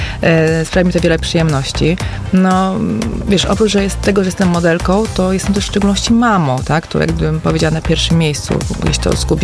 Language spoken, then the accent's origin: Polish; Augustów, Podlaskie Voivodeship, Poland; now in Iława, Poland; Ja jestem augustowianką rodowitą.